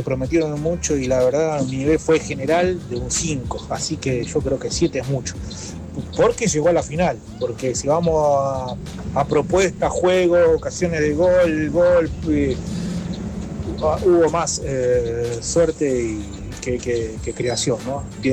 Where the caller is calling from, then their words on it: Gregorio de Laferrere, Buenos Aires Province, Argentina; de la Ferrere.